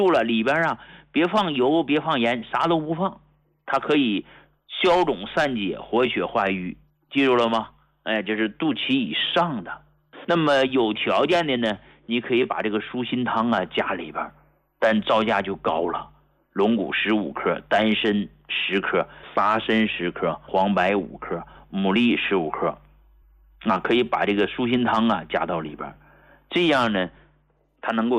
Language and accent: Chinese; Hegang, Heilongjiang, China; now in Beijing, China; 它不像我老家鹤岗啊，还市里呢，100平米可能都不到10万块钱